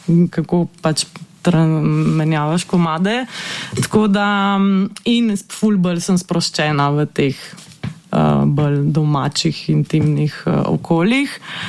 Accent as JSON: {"language": "Slovenian", "town": "Trieste", "region": "Friuli-Venezia Giulia", "country": "Italy", "tie": "born or raised there", "moved": "as an adult", "lives_now": "Ljubljana, Slovenia", "said": "ker sem se preselila v Ljubljano in oni imajo vaje v Trstu, ker sem iz Trsta doma."}